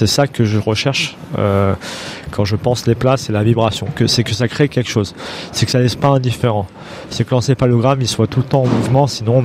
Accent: Lyon, Auvergne-Rhône-Alpes, France; Je suis lyonnais, je suis très fier de l'être, je suis très chauvin par définition.

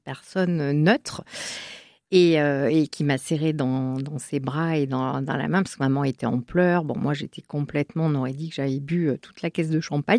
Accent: Pau, Nouvelle-Aquitaine, France; born there; Donc effectivement, je suis née bien à Pau.

